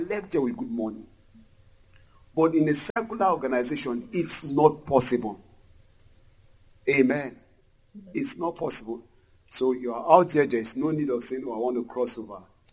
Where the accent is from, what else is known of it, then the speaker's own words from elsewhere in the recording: Lagos, Nigeria; I said, I'm an artist from Lagos.